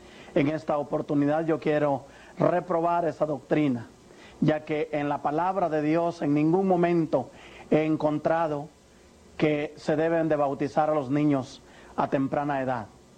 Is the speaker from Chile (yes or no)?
no; Guatemala; born there; moved away as an adult; also born or lived in Vicenza, Italy / Seville, Spain; Nací en Guatemala, tengo 42 años de edad.